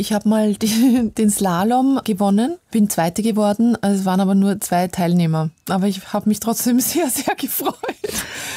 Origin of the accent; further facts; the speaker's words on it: Austria; Ich bin an der Donau groß geworden